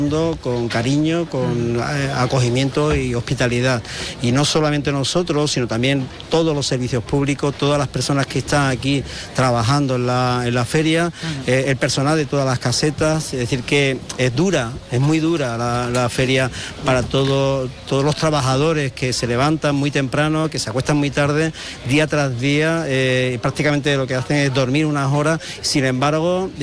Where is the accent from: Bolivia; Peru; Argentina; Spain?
Spain; Jerez de la Frontera, Andalusia